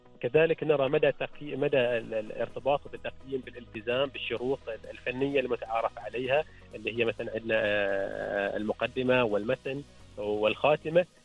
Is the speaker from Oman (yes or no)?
yes; Oman; معنا في السلطنة